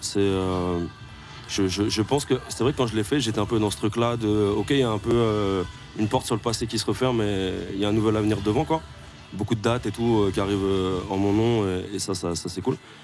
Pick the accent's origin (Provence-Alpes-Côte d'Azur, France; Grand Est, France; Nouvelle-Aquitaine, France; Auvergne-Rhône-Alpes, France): Grand Est, France; Metz; Moi, je suis un mec de Metz. On est frontalier avec la Belgique. On vient de Bassin-Minier tous les deux. On est blanc, on vient d'une classe sociale moyenne